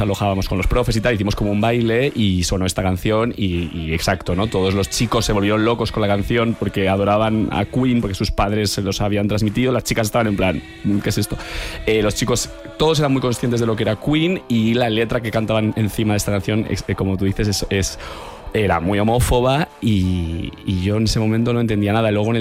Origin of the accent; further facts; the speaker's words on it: Navarre, Spain; yo también vengo de un pueblo de Navarra